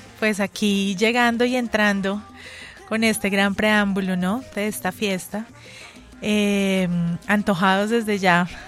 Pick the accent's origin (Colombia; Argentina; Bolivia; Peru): Colombia; Santander; born there; moved away as an adult; now in Bogotá, Colombia; yo soy santandereana de nacimiento, pero llevo 20 años viviendo ya acá en la ciudad de Bogotá